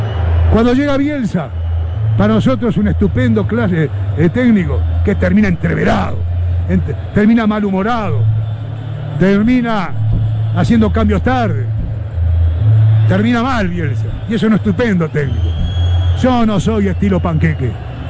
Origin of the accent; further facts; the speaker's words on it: Uruguay; somos los futboleros uruguayos, somos la sociedad uruguaya.